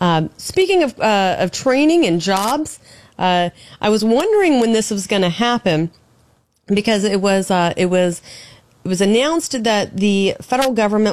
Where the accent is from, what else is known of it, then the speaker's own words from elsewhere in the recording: Brevard County, Florida, United States; moved away; I, of course, am from Brevard County, Florida. I am from the Space Center in Florida.